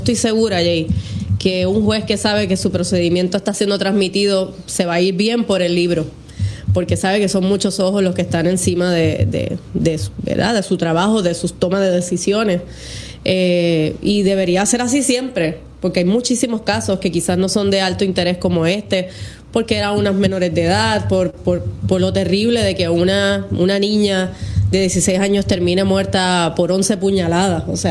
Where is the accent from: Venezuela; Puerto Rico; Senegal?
Puerto Rico; Caguas; yo soy de Caguas, tengo personas que me dicen que conocían a esa familia, imagínate.